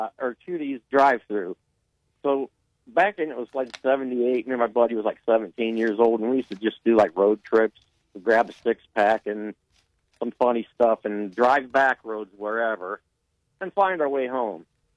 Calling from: Barberton, Ohio, United States; we're from Barberton.

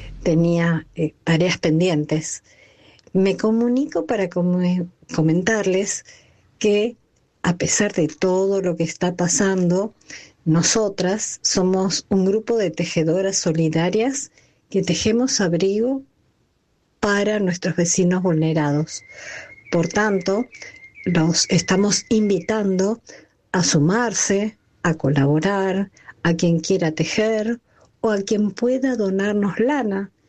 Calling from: Vicente López, Buenos Aires Province, Argentina; de Vicente López

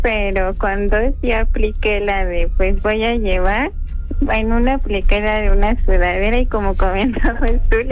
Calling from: Mexico City, Mexico; los escucho desde Iztapalapa.

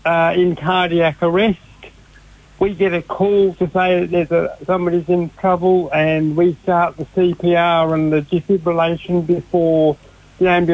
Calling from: Clunes, Victoria, Australia; I actually work for Andrew Brown Computer Help here at Clunes in Victoria

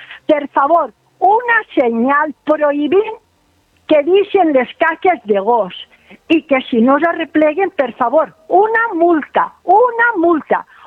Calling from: Alcoy, Valencian Community, Spain; jo sóc una veïna de Can Sánchez.

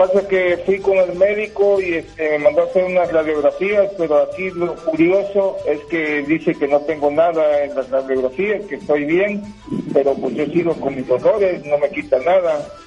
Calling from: Texas, United States

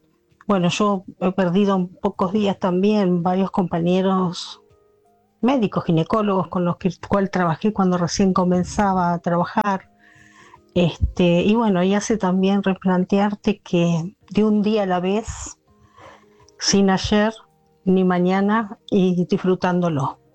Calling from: Santa Rosa, La Pampa, Argentina; de Santa Rosa La Pampa.

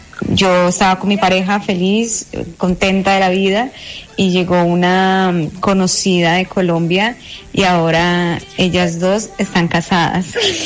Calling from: Barcelona, Catalonia, Spain; Les hablo desde Barcelona, España.

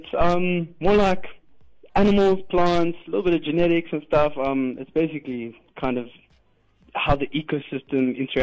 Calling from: Pretoria, Gauteng, South Africa; Hatfield, Pretoria.

